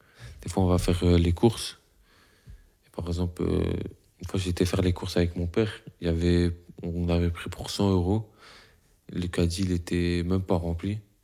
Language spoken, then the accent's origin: French; Brussels, Brussels-Capital Region, Belgium; born there; comme je viens de Bruxelles